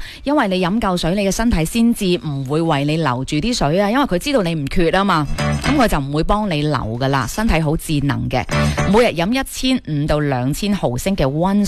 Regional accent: China; 咁我哋中国人嘅食饭顺序大部分就系、是、啊，先夹个肉先啦，系咪啊？

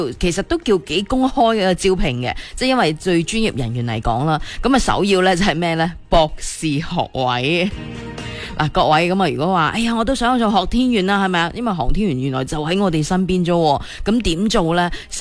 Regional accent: Foshan, Guangdong, China; 咁亦都系有嚟自我哋顺德乐松嘅老乡，亦都系我哋佛山人啦。

